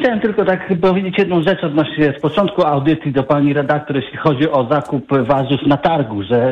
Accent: Lublin Voivodeship, Poland; Ja pochodzę z takiej mniejszej miejscowości z Lubelszczyzny, powiedzmy powiatowej.

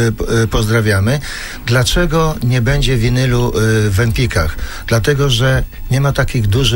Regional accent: Zamość, Lublin Voivodeship, Poland; My jesteśmy z Zamościa.

